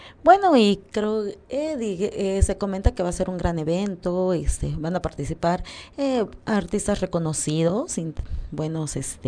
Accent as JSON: {"language": "Spanish", "country": "Mexico", "said": "todos los mexicanos que creemos y confiamos en ellos."}